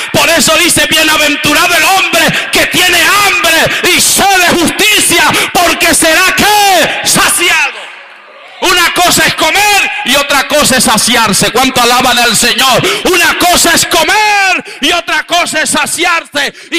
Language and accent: Spanish; La Guajira, Colombia; yo vengo de La Guajira.